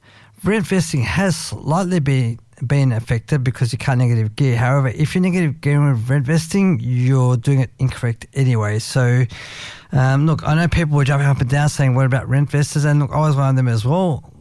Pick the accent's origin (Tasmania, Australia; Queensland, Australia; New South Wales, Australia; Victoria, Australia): New South Wales, Australia; I actually like it there now because I'm originally from the North Shore.